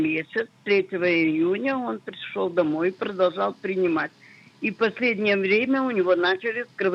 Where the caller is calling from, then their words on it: Tver, Tver Oblast, Russia; Это я из Твери … звоню по поводу моего мужа.